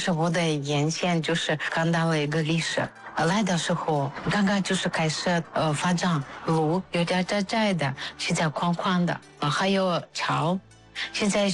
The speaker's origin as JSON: {"language": "Chinese", "town": "Novosibirsk", "region": "Novosibirsk Oblast", "country": "Russia", "second_language": "Chinese", "moved": "as an adult", "lives_now": "Karamay, China", "said": "我是俄罗斯人，我来自新西伯利亚。"}